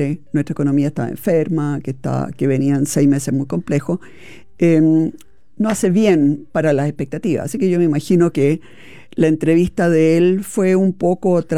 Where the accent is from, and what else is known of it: Chile